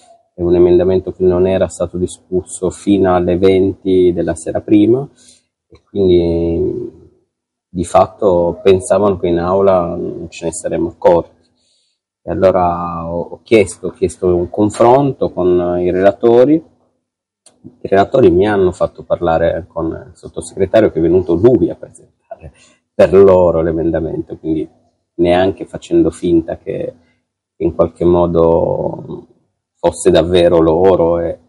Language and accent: Italian; Turin, Piedmont, Italy; Io sono torinese, come sai, ma sono contento.